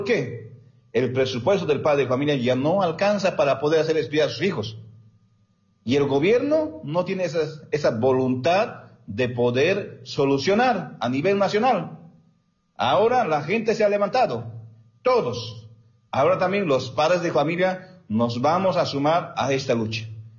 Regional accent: Bolivia; nuestros derechos como bolivianos en las regiones trópicas.

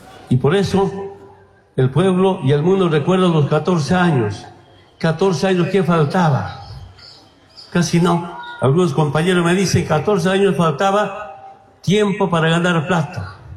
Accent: Bolivia

